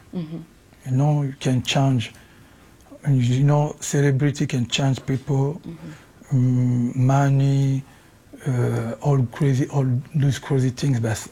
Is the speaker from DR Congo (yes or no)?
yes; Kinshasa, DR Congo; English is a second language; I never speak Swahili when I grew up in Kinshasa, so just Lingala, mm-hmm. it'll be French.